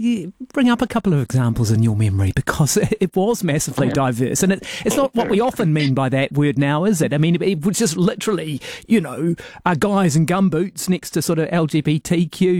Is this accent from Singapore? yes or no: no; New Zealand; as a New Zealander